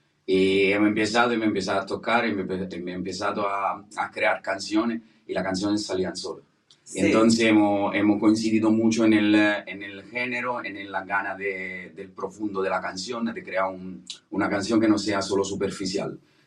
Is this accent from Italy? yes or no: yes; Ascoli Piceno, Marche, Italy; Spanish is a second language; moved away; Ascoli Piceno, entre Roma y Bologna, la parte del Adriático.